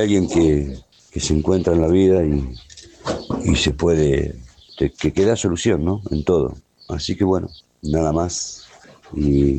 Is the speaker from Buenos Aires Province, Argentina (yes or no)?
yes; General Belgrano, Buenos Aires Province, Argentina; somos de General Belgrano, provincia de Buenos Aires, a 160 kilómetros capital.